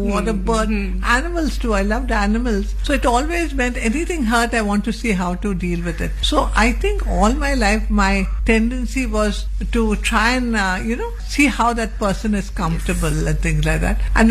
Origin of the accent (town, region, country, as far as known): Karnataka, India; English is a second language